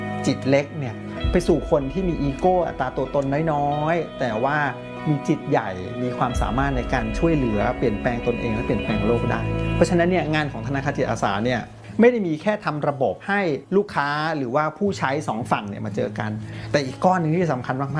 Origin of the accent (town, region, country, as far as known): Bangkok, Thailand; born or raised there